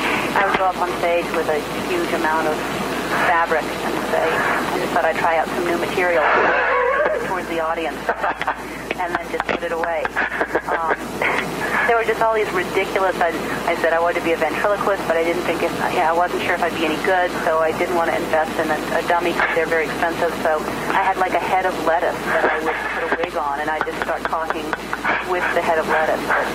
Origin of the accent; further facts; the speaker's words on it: New Orleans, Louisiana, United States; I was born and raised in New Orleans.